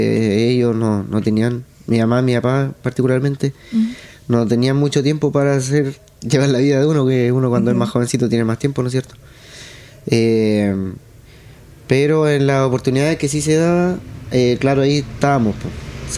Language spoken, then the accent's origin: Spanish; Penco, Biobío, Chile; also born or lived in Chiguayante; Yo soy de aquí de Penco, nací en Chiguayante, pero inmediatamente me vine para acá.